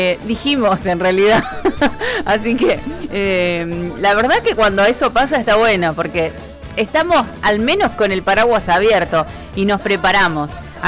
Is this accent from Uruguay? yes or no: no; Argentina